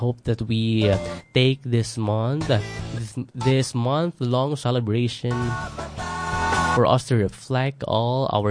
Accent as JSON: {"language": "English", "country": "Philippines", "said": "our pride and identity as Filipino people"}